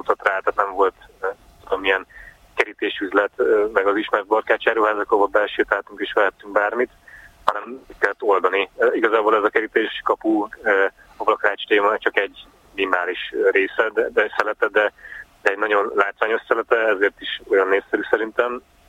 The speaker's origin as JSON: {"language": "Hungarian", "town": "Balatonakali", "region": "Veszprém County", "country": "Hungary", "tie": "born or raised there", "said": "Hát én Balatonakaliban nőttem föl, és hát az egyetemi évek alatt választottam magamnak ezt a témát."}